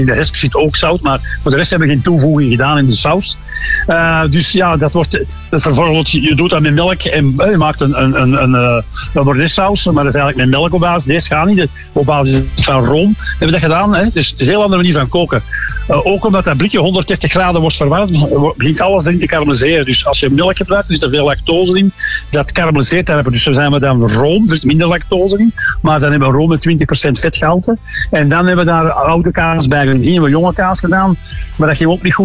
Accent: Flanders, Belgium; Ja, dus wij als Belgen eten dat dus heel graag.

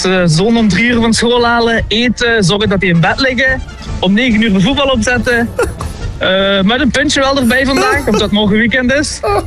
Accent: Maasmechelen, Limburg, Belgium; Ik heb zelf in de jeugd begonnen bij Juve. Dat is bij ons in Maasmechelen.

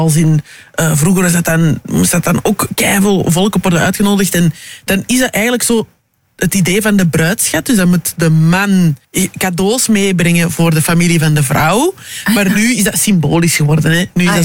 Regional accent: Belgium; also born or lived in Democratic Republic of the Congo; ik ben een Congolees en Belgisch.

